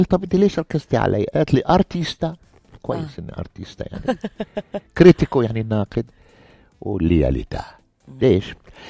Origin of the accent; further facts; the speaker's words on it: Jordan; moved away; أنا مسلم من الأردن